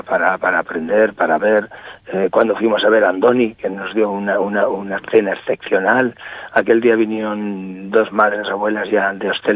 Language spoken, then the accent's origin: Spanish; Huesca, Aragon, Spain; siempre somos los de Huesca.